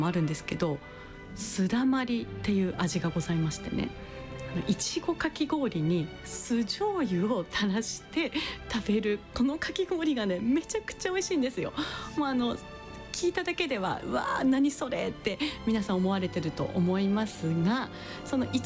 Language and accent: Japanese; Yamanobe, Yamagata, Japan; born there; 実は私の本当に生まれたところ、山野辺町にも栄屋さんの分店があるんですね